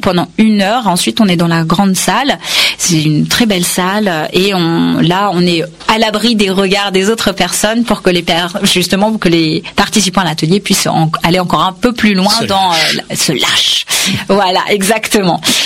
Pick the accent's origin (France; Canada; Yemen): Yemen; first language Kannada; French is a second language; moved away; je suis indienne d'origine, mais j'ai grandi au Yémen quand j'étais petite.